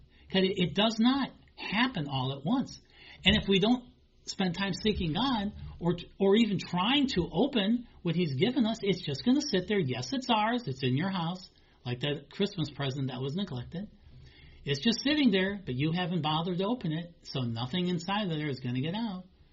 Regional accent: Chicago, Illinois, United States; I grew up in the Chicago area, Illinois, and boy, we had long winters.

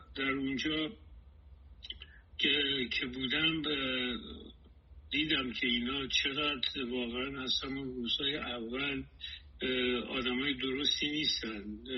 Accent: northern Iran, Iran; moved away as an adult; now in Washington, United States; چون من خودم شمالی هستم

